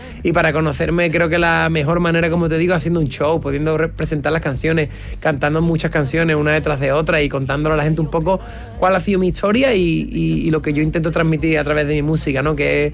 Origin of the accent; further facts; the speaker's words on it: Cádiz, Andalusia, Spain; en mi forma y en mi esencia y en mi manera de contar y de cantar las cosas está muy presente mi tierra, ¿no? Está Cádiz, ¿no? Está el carnaval, está Andalucía, está la cultura de mi tierra